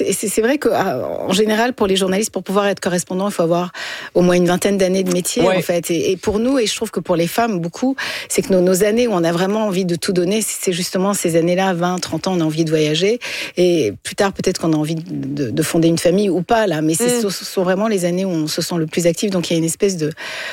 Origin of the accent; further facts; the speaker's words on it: Montreal, Quebec, Canada; born there; also born or lived in Ethiopia / Paris; J'ai grandi à Montréal